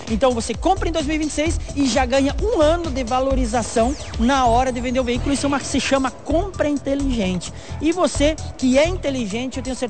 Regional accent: Brazil; sou brasileiro.

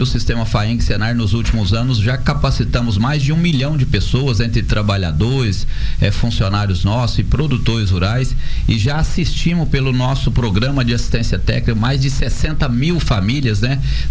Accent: Nova Ponte, Minas Gerais, Brazil; eu sou daqui do Triângulo Mineiro, sou aqui de Nova Ponte, né?

